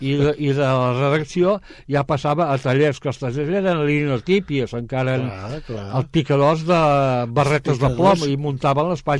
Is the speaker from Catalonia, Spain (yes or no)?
yes; Vilanova i la Geltrú, Catalonia, Spain; now in Cunit, Spain; va decidir agafar llogar un pis a Vilanova, i llavors allà vaig néixer, allà em vaig criar, però cada setmana em portaven aquí amb els avis.